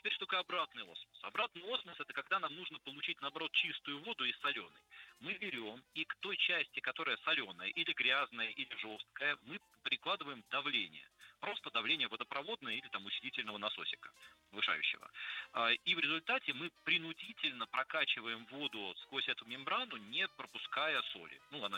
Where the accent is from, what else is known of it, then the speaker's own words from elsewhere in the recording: Saint Petersburg, Russia; born there; Я родился в Питере